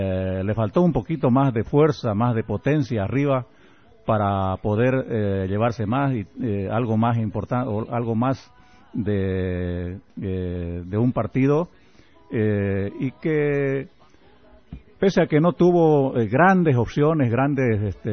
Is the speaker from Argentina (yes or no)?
no; Bolivia; como bolivianos estamos muy contentos